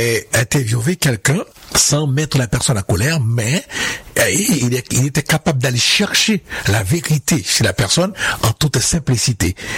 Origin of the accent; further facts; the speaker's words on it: Haiti; Moi, je viens d'Haïti